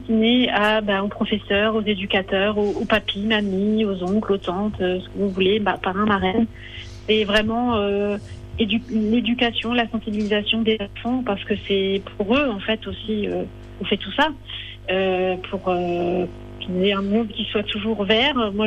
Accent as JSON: {"language": "French", "region": "Grand Est", "country": "France", "tie": "born or raised there", "moved": "yes", "said": "Mais dans ma région d'origine, qui est l'Alsace"}